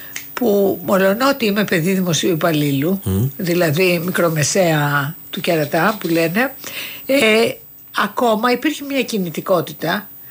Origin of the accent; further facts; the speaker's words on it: Volos, Thessaly, Greece; εγώ μεγάλωσα στο Βόλο, όπου τα δημόσια σχολεία ήταν τα καλά σχολεία.